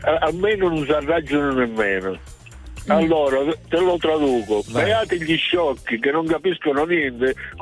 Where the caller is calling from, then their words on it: Castrovillari, Calabria, Italy; È un dialetto, un detto nostro castrovillarese